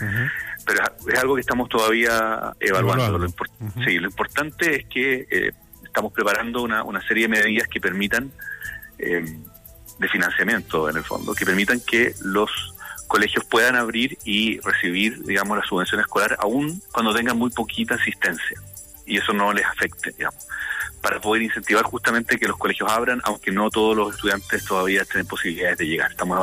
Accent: Santiago, Santiago Metropolitan Region, Chile

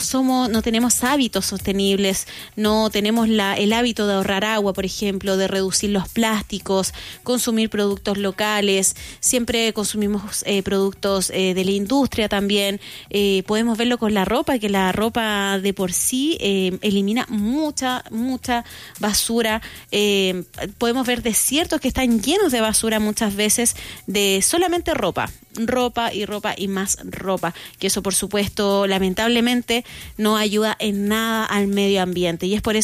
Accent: Chile; nuestro país también en Chile

